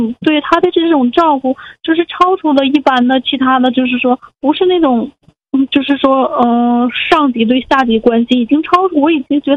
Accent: Changchun, Jilin, China; moved away as an adult; now in Hangzhou, China; 老师您好，是这样的，我家是东北的，我是吉林长春人，我今年26岁。

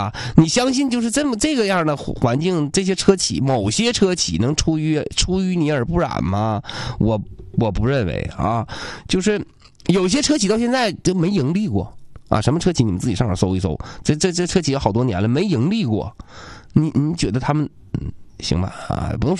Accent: China; 我们中国人

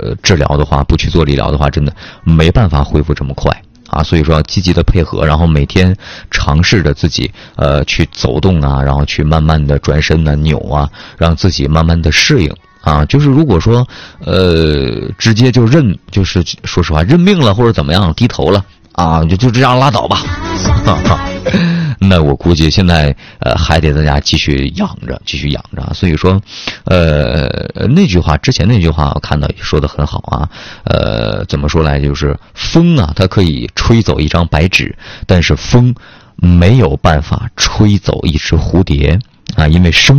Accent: Changchun, Jilin, China; 我家是那个咱长春市本地啊，本地我是小合龙的啊，合龙镇。驾车的话也就是快一点的话就是40多分钟吧，40-50分钟啊。

